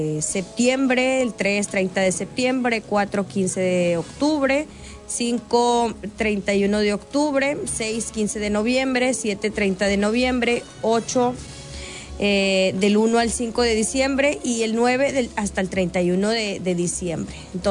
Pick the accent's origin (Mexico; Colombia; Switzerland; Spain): Mexico; Como buenos mexicanos, todo a la mera hora.